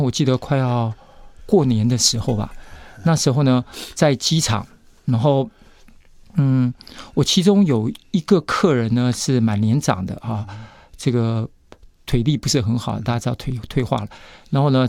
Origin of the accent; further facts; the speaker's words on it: Taiwan; 我们台湾人一对夫妻